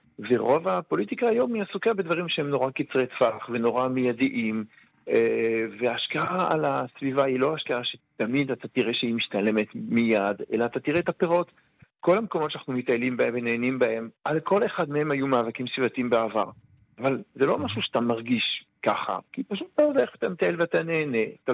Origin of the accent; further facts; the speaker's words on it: Jerusalem, Jerusalem District, Israel; אני כירושלמי יכול ככה חווה את זה מדי שנה